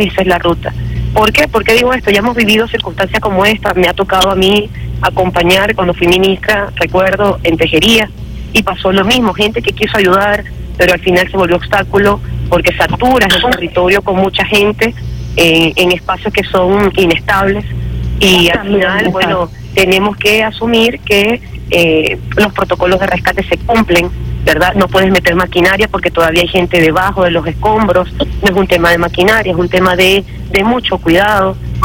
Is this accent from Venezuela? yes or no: yes; Venezuela; en estos momentos nosotros como venezolanos estaremos más unidos que nunca.